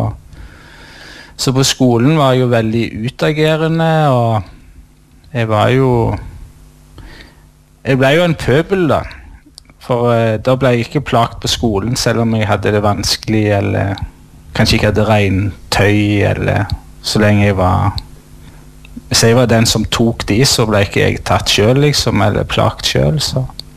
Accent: Sandnes, Rogaland, Norway; born there; jeg kom jeg jo fra Sandnes

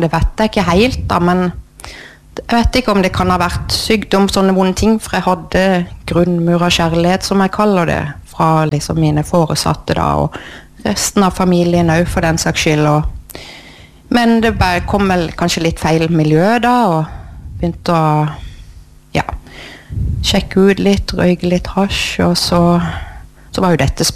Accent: Kristiansand, Agder, Norway; og jeg er oppvokst på Slettøya da, sammen med min mor.

